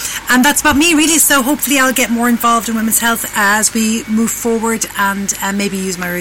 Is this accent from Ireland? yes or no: yes; Ireland; being Irish